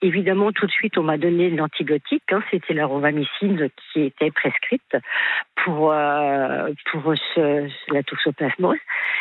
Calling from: Brittany, France; je suis en Bretagne.

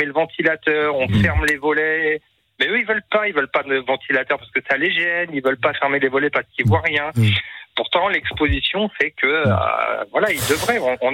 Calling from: Fontenay-le-Comte, Pays de la Loire, France; je suis à Fontenay-le-Comte, exactement.

